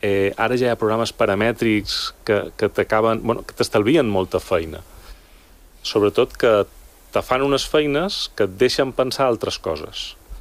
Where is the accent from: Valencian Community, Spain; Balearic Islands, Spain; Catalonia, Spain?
Balearic Islands, Spain; Bé, jo som de Mallorca